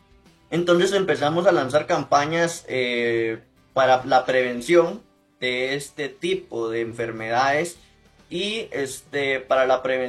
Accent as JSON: {"language": "Spanish", "region": "Limón", "country": "Costa Rica", "tie": "born or raised there", "said": "Crecí en una comunidad, podríamos decir, aislada del centro de Limón"}